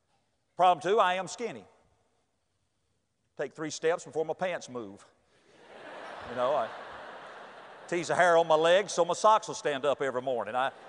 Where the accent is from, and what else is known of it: North Carolina, United States; born or raised there